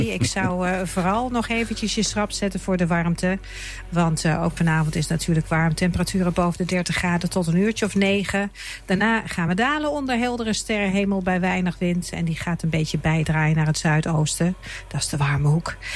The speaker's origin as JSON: {"language": "Dutch", "region": "Overijssel", "country": "Netherlands", "said": "ik kom uit Twente"}